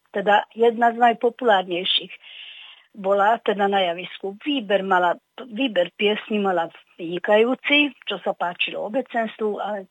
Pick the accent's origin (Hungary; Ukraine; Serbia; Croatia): Hungary; Od nás z Maďarska